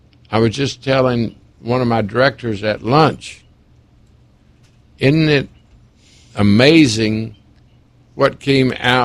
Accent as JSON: {"language": "English", "town": "Houston", "region": "Texas", "country": "United States", "tie": "born or raised there", "said": "I grew up in Houston. I lived here before 1975."}